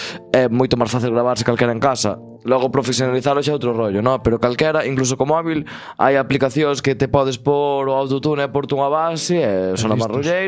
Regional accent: Xinzo de Limia, Galicia, Spain; A verdad, eu son de Xinzo, pero meus pais son de Perrelos e de Folgoso, que son dous pueblos do concello de Sarreaus

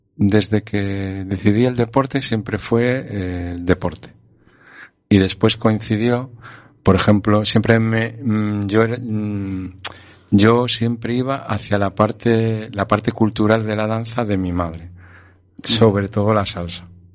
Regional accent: A Coruña, Galicia, Spain; born there; Sí, yo soy de aquí, de La Coruña. Pero mitad-mitad.

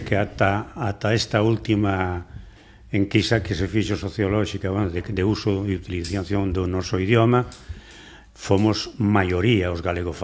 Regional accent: Galicia, Spain; Comparado con Euskadi e Cataluña, eu teño ben claro na miña cabeciña, porque se foi elaborando ela soa, nós somos os galegos e as galegas, somos un pobo acomplexado.

